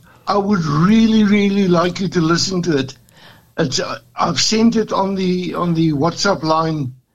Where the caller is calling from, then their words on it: Cape Town, Western Cape, South Africa; I'm phoning from Cape Town.